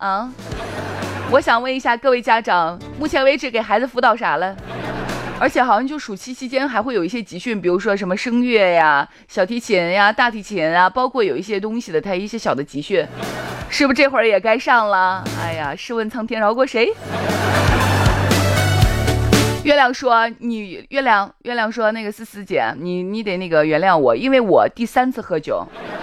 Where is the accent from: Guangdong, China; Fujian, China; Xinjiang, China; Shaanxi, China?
Shaanxi, China; Xi'an; 我们西安人